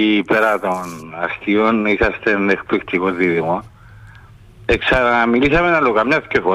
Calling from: Limassol, Limassol District, Cyprus; Όχι, είμαι από τη Λεμεσόν

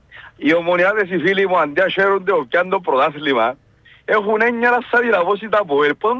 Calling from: Nicosia, Nicosia District, Cyprus; από Λευκοσία.

